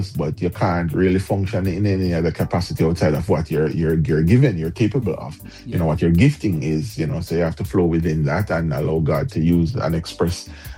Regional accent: Jamaica; moved away; growing up in Jamaica is a big thing

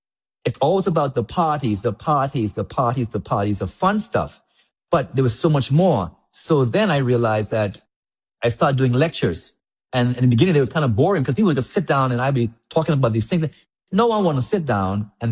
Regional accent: Cockburn Town, Turks & Caicos Islands; as a boy growing up in Grand Turk

